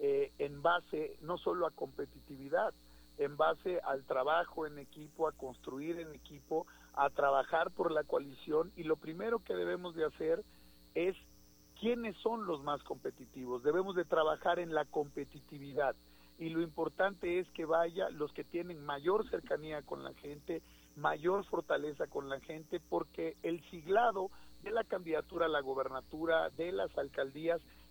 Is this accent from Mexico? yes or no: yes; Mexico; antes de ser panistas, priistas o de cualquier partido político, somos mexicanos